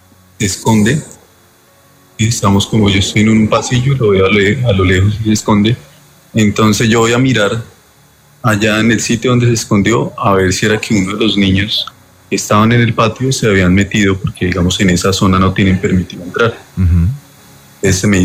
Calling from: Tena, Cundinamarca, Colombia; Yo les hablo desde Tena, Cundinamarca.

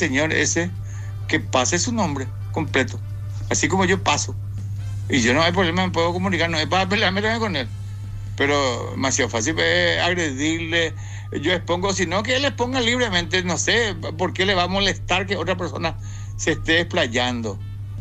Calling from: Fernando de la Mora, Central, Paraguay; Vivo en Fernando de la Mora, zona sur.

